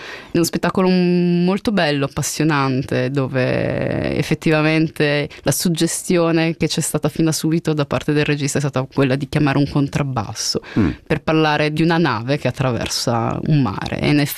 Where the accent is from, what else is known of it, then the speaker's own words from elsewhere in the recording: Livorno, Tuscany, Italy; Sono di Livorno.